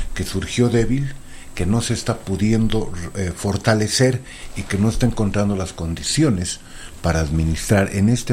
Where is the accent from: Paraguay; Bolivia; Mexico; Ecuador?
Bolivia; Oruro; now in La Paz, Bolivia; Soy orureño, pero vivo acá hace 35 años.